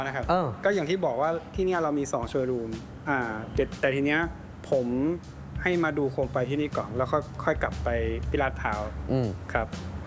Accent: Udon Thani, Thailand; now in Bangkok, Thailand; เป็นคนอุดรครับผม

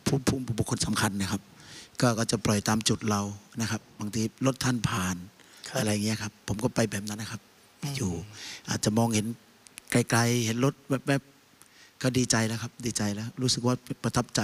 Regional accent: Southern Thailand, Thailand; ด้วยความเป็นคนใต้เนี่ยคำว่าเวียนครกนี่มันเหมือนกับเราโตมาเกิดมาปุ๊บ

